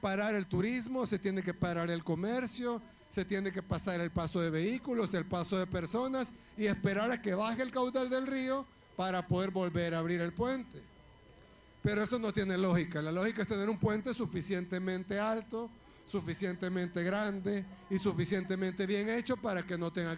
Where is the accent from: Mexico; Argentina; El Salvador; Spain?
El Salvador; una buena parte de los salvadoreños hemos cruzado el puente actual